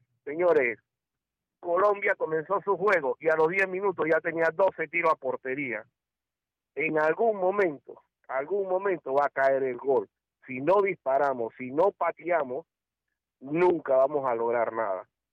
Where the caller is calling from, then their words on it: Panama; como panameño